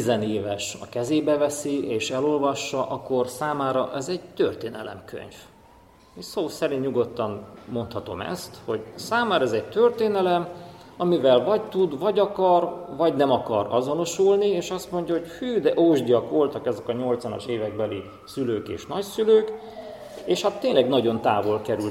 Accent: Fugyivásárhely, Bihor, Romania; also born or lived in Oradea (Nagyvárad), Romania; Én nagyváradi születésű vagyok, Fugyivásárhelyen nőttem fel.

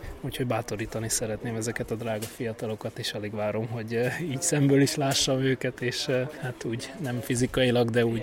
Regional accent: Sălaj, Romania; főleg én szilágysági vagyok

